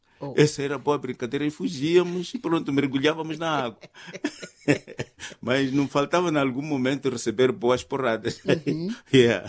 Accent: Cuamba, Niassa, Mozambique; born or raised there

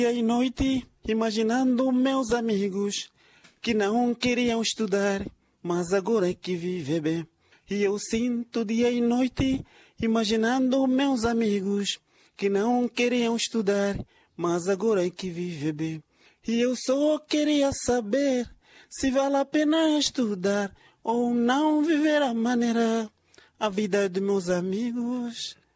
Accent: Quelimane, Zambezia, Mozambique; moved away as an adult; also born or lived in Nacala Porto, Nampula; Sim, eu sou natural da Zambeze, distrito de Nkwadala, mas já pertence à cidade de Quilimane.

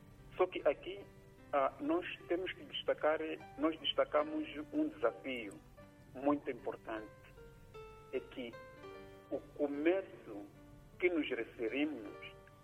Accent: Manica, Mozambique

